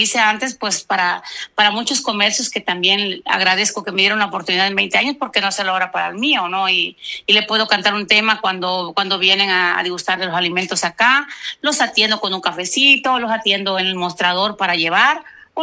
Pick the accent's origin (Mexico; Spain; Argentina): Mexico; Oaxaca; moved away; del estado de Oaxaca, lo que es mi pueblo